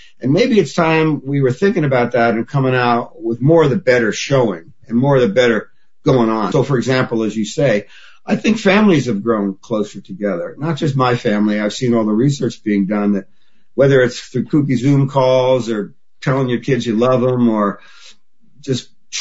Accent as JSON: {"language": "English", "town": "Newark", "region": "New Jersey", "country": "United States", "tie": "born or raised there", "said": "I grew up in Newark, New Jersey, and I was born in 1950."}